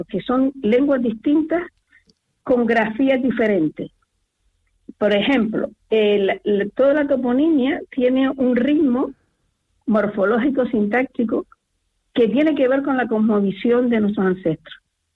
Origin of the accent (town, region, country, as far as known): Canary Islands, Spain